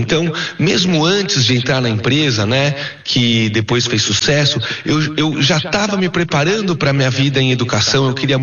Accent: São Paulo, Brazil; also born or lived in Paraná; eu sou de São Paulo, então fui para o Paraná para essa missão.

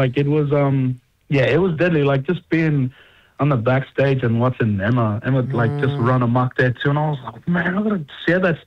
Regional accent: Alice Springs, Northern Territory, Australia; I'm from Alice Springs.

